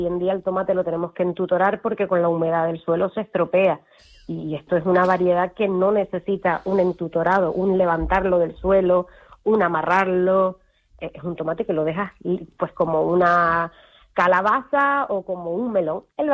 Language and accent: Spanish; Tenerife, Canary Islands, Spain; now in Fuerteventura, Spain; cuando nos vinimos a vivir a Fuerteventura, donde nosotros somos de Tenerife